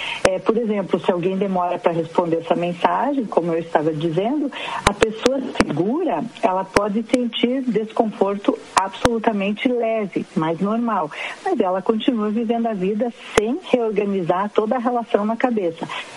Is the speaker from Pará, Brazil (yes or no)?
no; Alegria, Rio Grande do Sul, Brazil; Eu sou de Alegria e ela é de São Martinho.